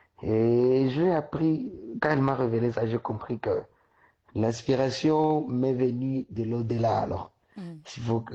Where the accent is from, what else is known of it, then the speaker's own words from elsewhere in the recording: Butembo, North Kivu, DR Congo; also born or lived in Goma / Bukavu; now in Kinshasa, DR Congo; Je suis originaire de Butembo, d'une tribu qu'on appelle les Banandé.